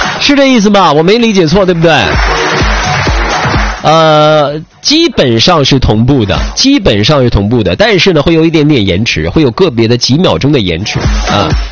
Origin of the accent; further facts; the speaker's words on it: Jilin, China; 咱们东北的朋友，咱们东北人，在吉林人